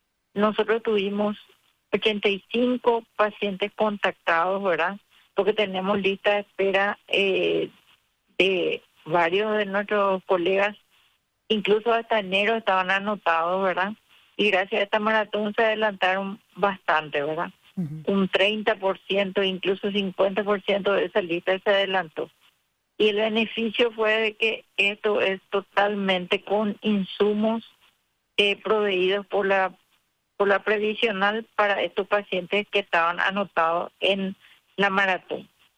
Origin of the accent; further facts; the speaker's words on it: Asunción, Paraguay; moved away as an adult; now in Ciudad del Este, Paraguay; Solo dos personas somos de Asunción y migramos aquí por el tema del trabajo